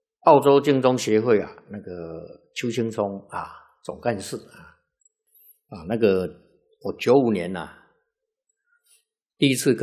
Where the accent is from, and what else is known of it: Taiwan